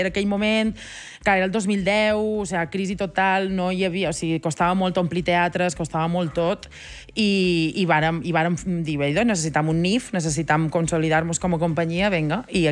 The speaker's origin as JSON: {"language": "Catalan", "region": "Balearic Islands", "country": "Spain", "accent": "Mallorcan", "said": "Soc de Mallorca, sí."}